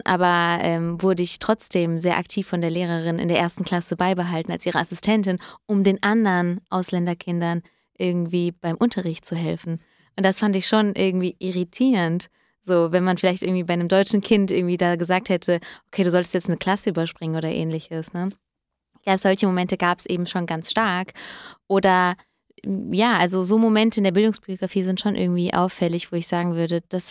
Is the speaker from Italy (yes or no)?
no; Hesse, Germany; born or raised there